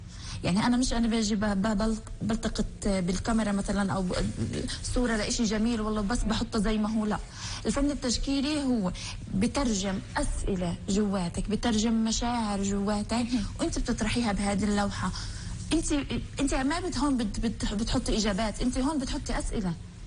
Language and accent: Arabic; Palestine